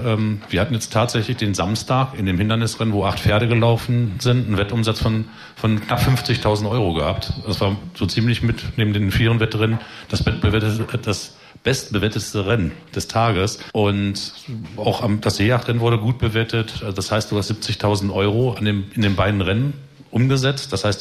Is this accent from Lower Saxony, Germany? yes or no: yes; Goslar, Lower Saxony, Germany; born there; Gut, ich bin ja gebürtiger Goslarer, war auch wirtschaftlich in Goslar aktiv, habe da relativ gute Kontakte.